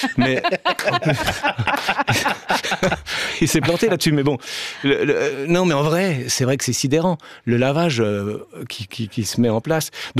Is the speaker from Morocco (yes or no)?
no; Switzerland; Je ne vote pas en France parce que je suis suisse